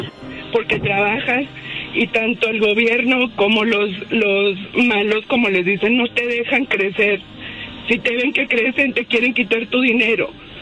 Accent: Mexico; moved away; Yo soy mexicana, estoy aquí por una situación que me pasó

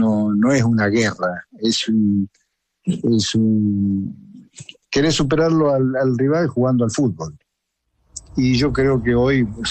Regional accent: Argentina; Bueno, mira, la verdad que ya como argentino ya cansa un poquito, ¿no?

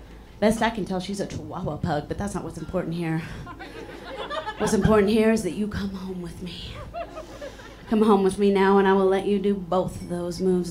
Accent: Chicago, Illinois, United States; like the host said, I'm from Chicago. I'm from here. I live in Chicago.

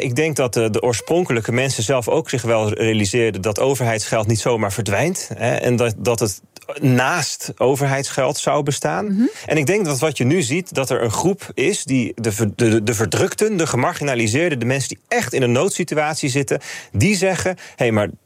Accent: Netherlands; voor ons als Nederlanders

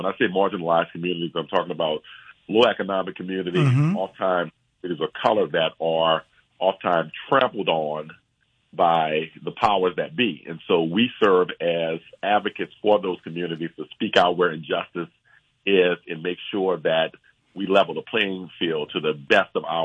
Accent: New Orleans, Louisiana, United States; So I'm from New Orleans, born and raised in New Orleans. I'm a double bison, Howard University, undergrad Howard University School of Law. And I continue to be based in Louisiana, New Orleans, Louisiana.

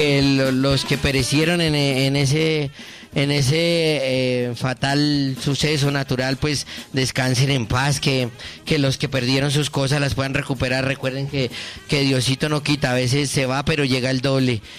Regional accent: Colombia; Que hoy nos unamos como colombianos

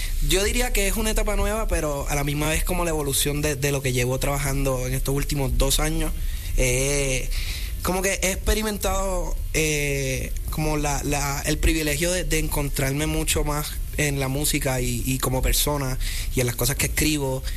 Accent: Carolina, Puerto Rico; siempre está ese ADN de boricua y ese flow de que soy de Carolina

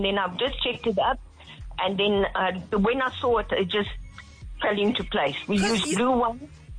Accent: KwaZulu-Natal, South Africa; now in Bears Valley, South Africa; I didn't grow up in Bears Valley. Okay. I grew up in KwaZulu-Natal.

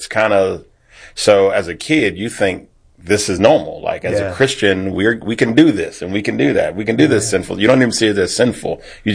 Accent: Baton Rouge, Louisiana, United States; I'm from Baton Rouge, Louisiana. So gumbo, jambalaya, Cajun food, all that good stuff.

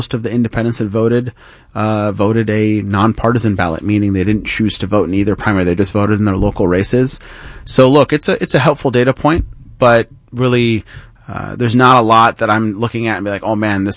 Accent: Arizona, United States; I grew up in the East Valley and did quite a bit of politics out there

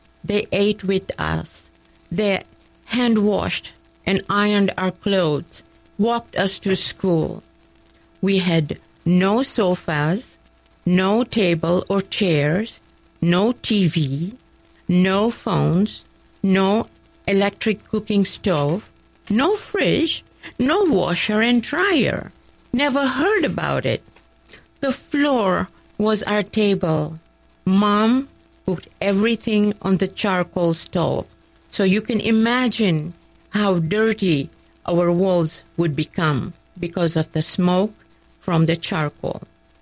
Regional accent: Dar es Salaam, Tanzania; born there; I was born in Dar es Salaam, Tanzania, East Africa

